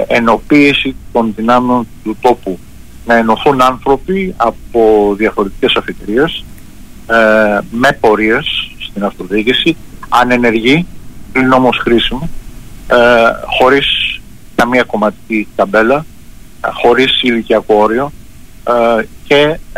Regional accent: Western Greece, Greece

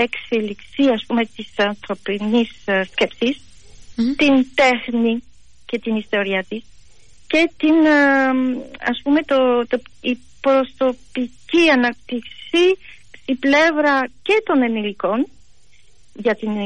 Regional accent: France; now in Patras, Greece; εγώ είμαι από την Γαλλία.

